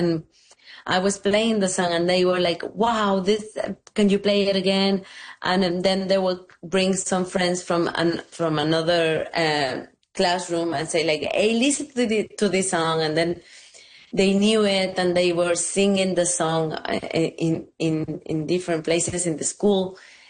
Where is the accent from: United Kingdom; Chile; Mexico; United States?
Mexico; Veracruz; I grew up in Veracruz. Eventually, I wanted to go back home. You know, my mother was there, and I wanted to build this house, the house that I live in.